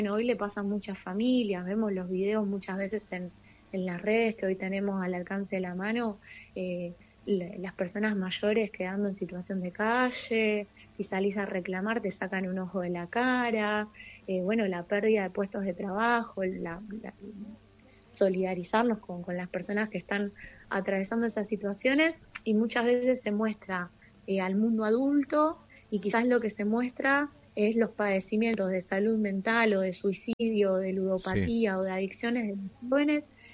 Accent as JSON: {"language": "Spanish", "country": "Argentina", "said": "¿Quién en la Argentina no quiere vivir mejor? Y a mí me pasa como joven argentina"}